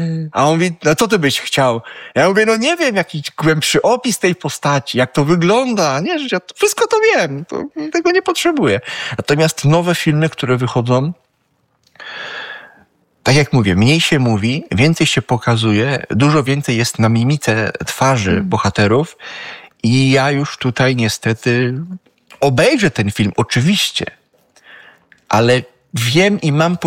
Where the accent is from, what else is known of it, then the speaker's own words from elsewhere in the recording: Sosnowiec, Silesian Voivodeship, Poland; Ja pochodzę ze Śląska